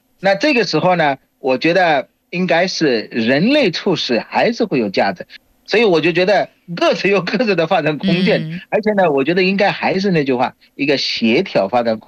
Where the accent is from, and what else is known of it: Bangladesh; Chinese is a second language